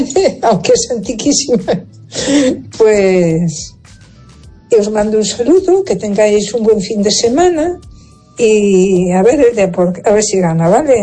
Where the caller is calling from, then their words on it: A Coruña, Galicia, Spain; de Coruña